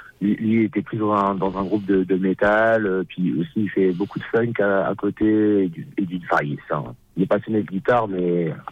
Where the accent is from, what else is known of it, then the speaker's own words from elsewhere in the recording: Lille, Hauts-de-France, France; on vient de Lille à la base.